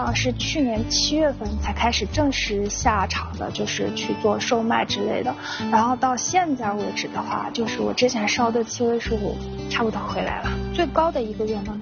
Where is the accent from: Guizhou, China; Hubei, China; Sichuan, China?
Guizhou, China; born there; 传播我们家乡的文化，二一个是做中国贵州